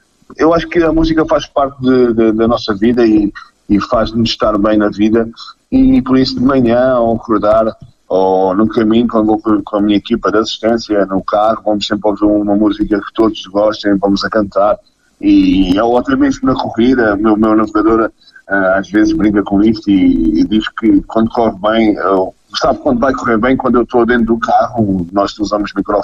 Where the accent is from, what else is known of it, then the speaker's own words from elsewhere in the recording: Portugal; já que estamos a falar para uma rádio da nossa zona, para a Rádio Porto Alegre, e que sou de Porto Alegre.